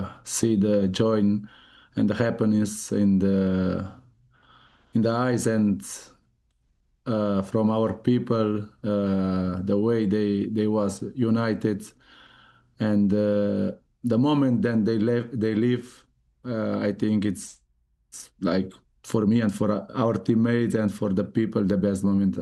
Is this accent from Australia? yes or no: no; Cape Verde; We used to say we are from Cape Verde, but or Cabo Verde